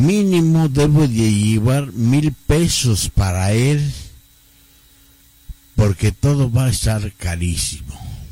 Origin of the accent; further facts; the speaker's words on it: Mexico; como el mexicano, pues, como así somos nosotros, ¿no?